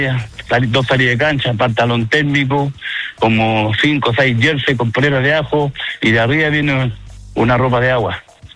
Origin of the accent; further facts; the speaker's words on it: Caleta Jaime, Valparaíso, Chile; Usted sabe que venimos de Caleta Jaime, las dos caletas.